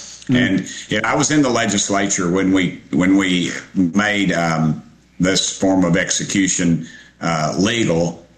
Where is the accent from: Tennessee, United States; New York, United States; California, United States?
Tennessee, United States; Knoxville; You know, I grew up in Knoxville